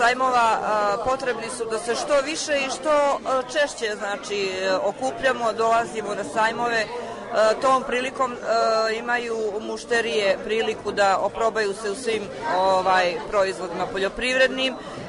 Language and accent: Serbian; Bijelo Polje, Bijelo Polje Municipality, Montenegro; Dolazimo iz Bijelog polja